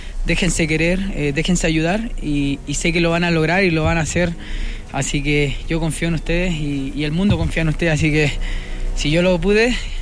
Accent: Arica, Arica y Parinacota, Chile; now in Antofagasta, Chile; Yo soy de la ciudad de Arica, pero vivo actualmente en Antofagasta.

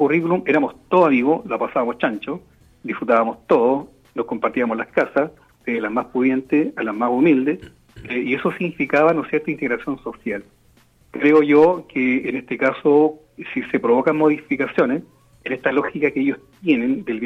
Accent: Constitución, Maule, Chile; yo lo estoy viendo incluso en mi pueblo, que es bastante chico comparado con ustedes, Constitución

